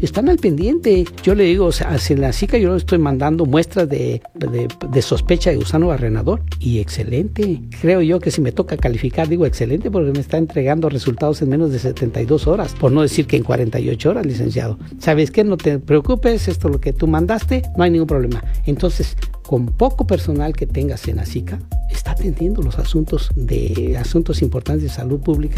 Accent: Mexico; Digo, somos un poquito dejados, somos mexicanos

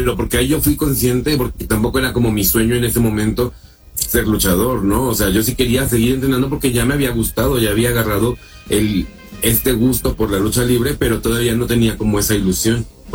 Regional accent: Xico, Veracruz, Mexico; Entonces en Xico, en mi pueblo, abrieron una escuela

